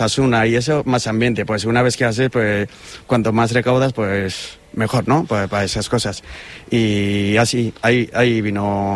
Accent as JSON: {"language": "Spanish", "region": "Bagmati", "country": "Nepal", "moved": "yes", "said": "Sí, yo vivo en Chitwan, porque es parte más llanura"}